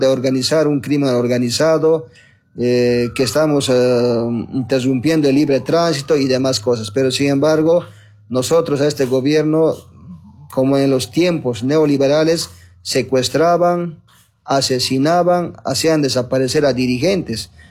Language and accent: Spanish; Bolivia